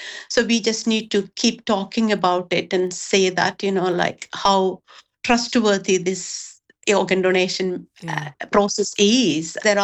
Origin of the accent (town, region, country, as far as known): India; now in United Kingdom